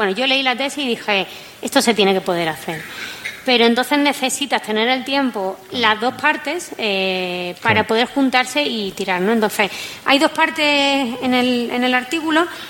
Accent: Málaga, Andalusia, Spain; now in Valencia, Spain; Yo soy malagueña, estoy en Valencia.

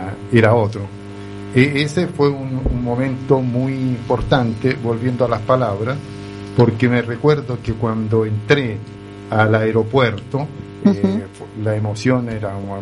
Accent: Chile; moved away as an adult; now in Italy; Sí, yo llegué a Italia solo. O sea, yo salí de Chile a través de la embajada italiana en Santiago, salí con otra persona

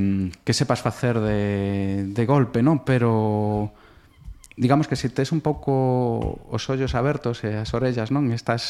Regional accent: Madrid, Community of Madrid, Spain; Galician is a second language; eu son novo falante galego, a mitad da miña familia é galega, pero a outra mitad é de Madrid, eu crecín en Madrid.

